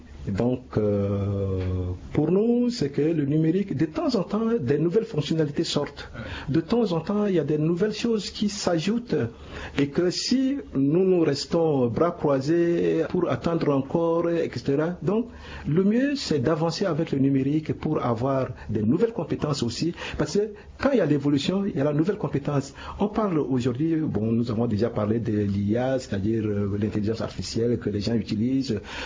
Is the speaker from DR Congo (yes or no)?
no; Central African Republic; chez nous, en République centrafricaine